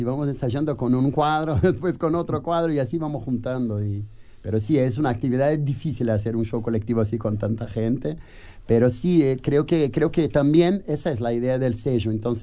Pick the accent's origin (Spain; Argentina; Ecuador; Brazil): Brazil; southern Brazil; Spanish is a second language; nosotros que somos brasileños, a veces viajamos y encontramos una música que no conocimos. Porque yo, por ejemplo, soy de extremo sur. Y a veces voy al norte y eso para mí parece otro país